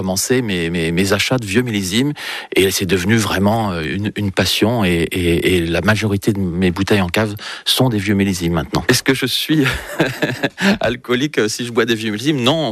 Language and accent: French; Alençon, Normandy, France; born there; Je suis né à Alençon, dans l'Orne, mais je me considère manceau de cœur.